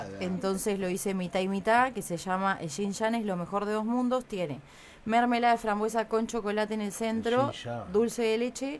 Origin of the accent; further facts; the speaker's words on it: Argentina; Yo, Argentina.